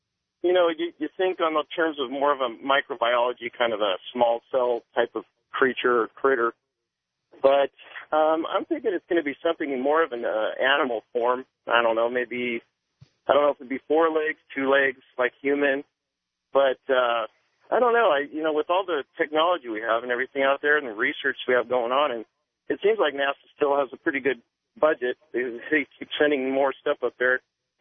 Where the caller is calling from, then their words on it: Scottsdale, Arizona, United States; I'm in Scottsdale, Arizona.